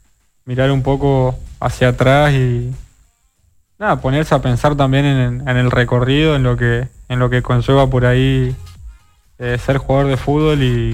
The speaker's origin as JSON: {"language": "Spanish", "region": "Chaco", "country": "Argentina", "moved": "yes", "said": "También me pone muy contento volver a mi provincia"}